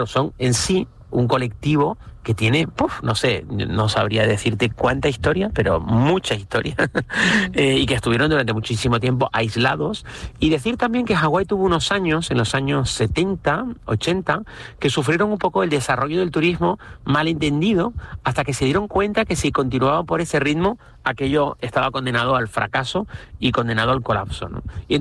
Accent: Canary Islands, Spain; a nosotros que somos españoles, canarios

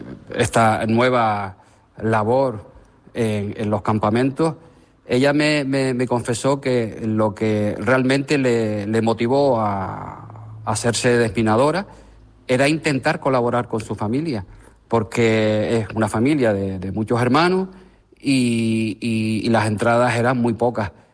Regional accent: Spain; yo, como español que soy

